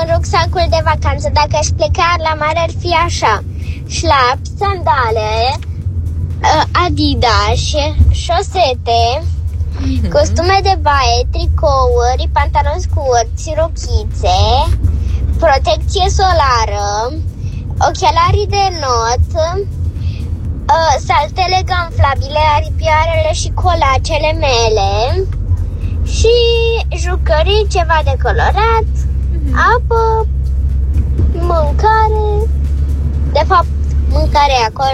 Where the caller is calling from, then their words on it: Iași, Iași County, Romania; din Iași. Am 8 ani